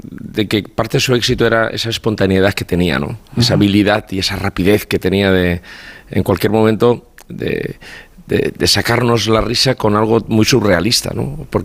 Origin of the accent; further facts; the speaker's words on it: Valencian Community, Spain; yo creo que sí que tenía algunos rasgos muy característicos Tip de lo que somos los valencianos, ¿no?